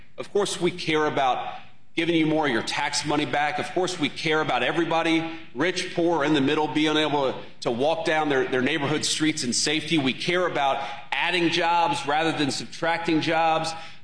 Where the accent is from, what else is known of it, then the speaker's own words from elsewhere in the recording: Middletown, Ohio, United States; I remember as I was growing up in Middletown, Ohio, I'd read the newspaper